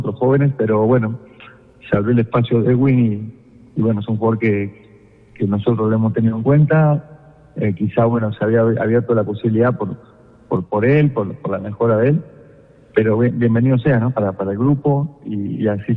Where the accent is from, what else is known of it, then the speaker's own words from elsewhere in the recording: Uruguay; Bueno, soy uruguayo, como usted bien decía